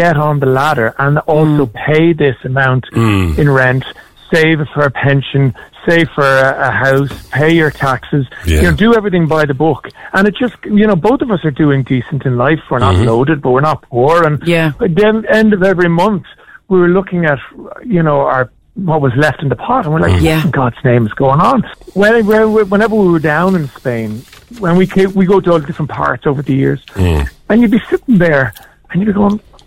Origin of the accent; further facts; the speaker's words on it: Dublin, Leinster, Ireland; we were in Dublin. I'm a very proud Dub. I love Dublin. Catherine's a Belfast girl, loves Belfast, and we're proud Irish people.